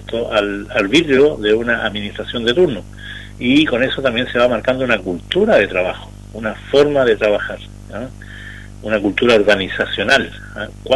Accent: Arica y Parinacota, Chile

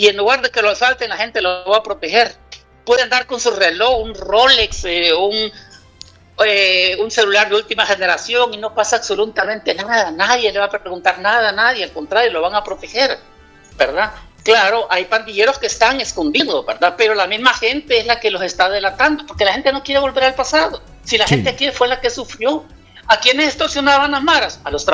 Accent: El Salvador

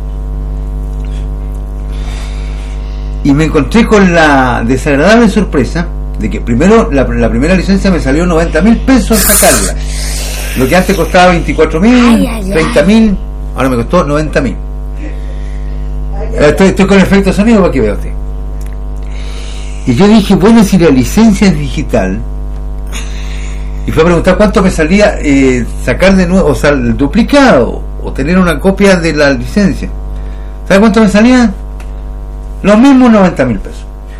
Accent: Chile; soy chileno

